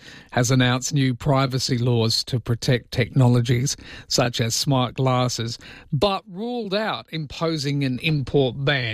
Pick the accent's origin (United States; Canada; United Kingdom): United Kingdom; Loughton, East of England; born there; I was born in Loughton in Essex, but that's about all I could tell you about that.